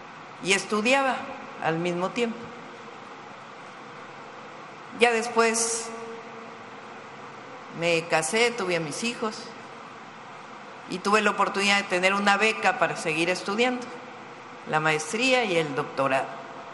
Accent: State of Mexico, Mexico; born there; yo soy de la Ciudad de México. Bueno, viví en el Estado de México de niña. Y luego, pero nací en la Ciudad de México.

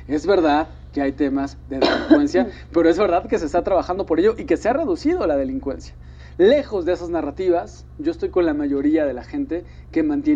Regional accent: Mexico; como muchos mexicanos, me emociono también con el fútbol.

